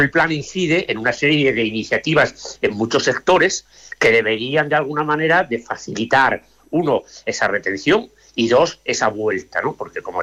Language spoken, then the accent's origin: Spanish; Asturias, Spain; moved away; O sea, salí de Asturias en el año 80 y soy un convencido que salir de Asturias no es un problema, sino al contrario, uno completa su formación fuera, ¿no?